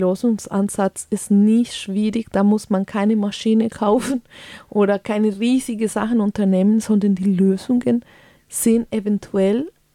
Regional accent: Colombia; Also ich bin aus Kolumbien und mit dieser Kultur aufgewachsen

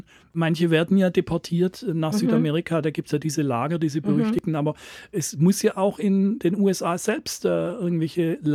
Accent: Germany; als Deutscher

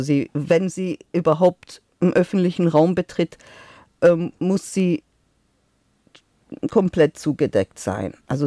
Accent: Tehran, Tehran Province, Iran; German is a second language; now in Germany; Ich bin als Kind aufgewachsen im Iran. Meine Kindheit war eigentlich eine sehr schöne Kindheit. Also ich bin in der Hauptstadt geboren.

